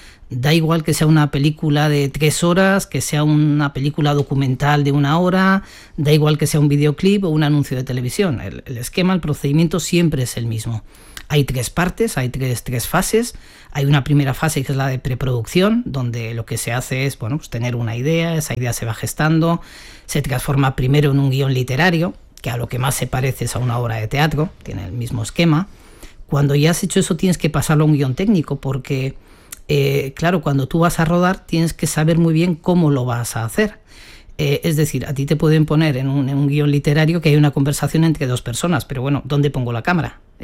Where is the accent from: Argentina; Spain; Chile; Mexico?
Spain; Alsasua, Navarre; el recuerdo que yo tengo de ir al cine por primera vez era en un pueblecito donde yo vivía, de pequeño, en Alsasua, ir con mi abuela.